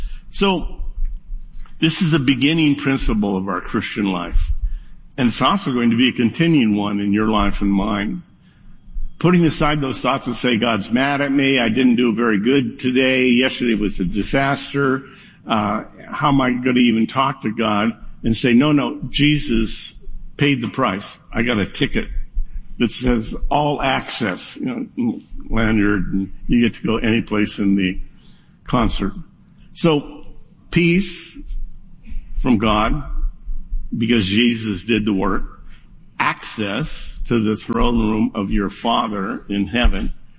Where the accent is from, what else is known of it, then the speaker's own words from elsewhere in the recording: United States; accent: American; I am an American. I don't speak Greek.